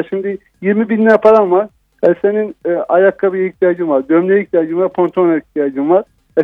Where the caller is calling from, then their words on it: Ankara, Turkey; Ben Ankara'dan